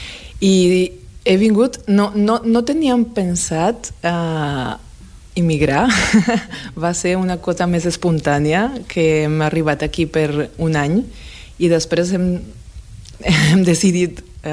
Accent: Bogotá, Colombia; Catalan is a second language; moved away as an adult; now in Catalonia, Spain; sóc colombiana de Bogotà, la capital.

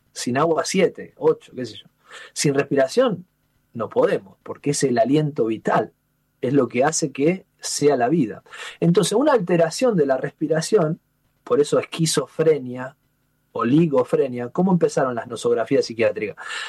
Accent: Rosario, Santa Fe, Argentina; la psicología que yo estudié en la universidad, en Rosario, en mi ciudad natal, no me enseñaba todas estas cosas.

